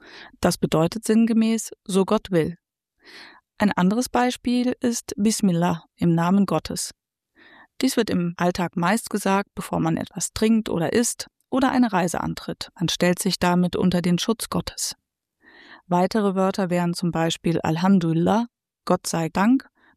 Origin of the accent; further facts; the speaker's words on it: Bavaria, Germany; born there; Ich bin in Bayern geboren.